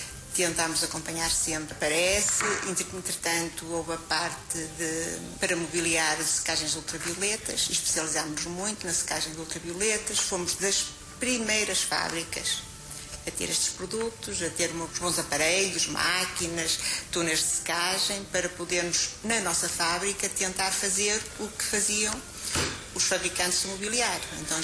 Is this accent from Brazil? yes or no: no; Felgueiras, Porto, Portugal; Eu digo sempre que sou do União. Eu digo sempre que vivo no União. E não vivo no União. Vivo aqui numa aldeia próxima, mas de onde é que és? Do União. Onde é que és? De Felgueiras.